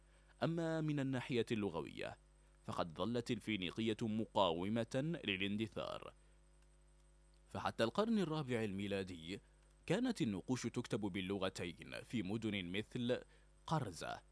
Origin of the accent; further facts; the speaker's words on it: Libya; على أرض بلادنا ليبيا